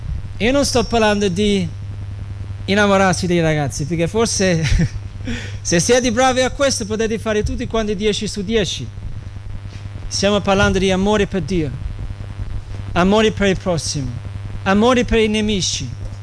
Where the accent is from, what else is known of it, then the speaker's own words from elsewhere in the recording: London, United Kingdom; moved away; Io sono cresciuto a Londra, una città. Mo vivo un po' in campagna